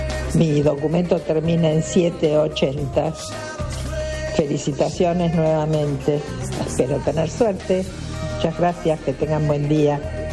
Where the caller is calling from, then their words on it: Vicente López, Buenos Aires Province, Argentina; de Vicente López